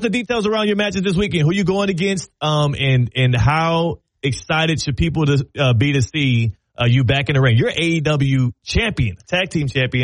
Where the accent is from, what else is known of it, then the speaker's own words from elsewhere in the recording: Texas, United States; now in South Florida, United States; As a Texas boy myself